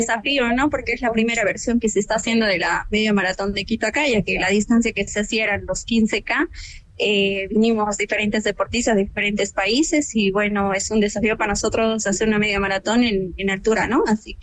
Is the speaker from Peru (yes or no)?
no; Bolivia